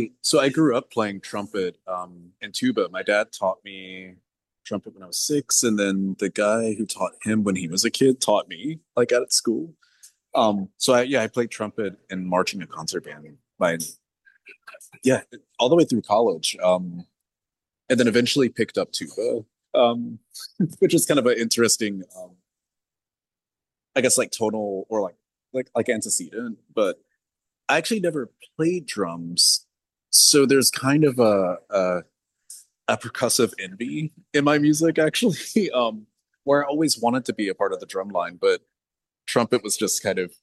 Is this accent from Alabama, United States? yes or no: yes; Birmingham, Alabama, United States; moved away as an adult; also born or lived in Florence, Alabama; now in New York, United States; growing up in Birmingham was I mean, it's home. I spent my entire life there. I didn't leave until I was 23 when I moved to New York. And then briefly, I spent some time in Florence, Alabama for college, which is like maybe 2.5 hour drive away.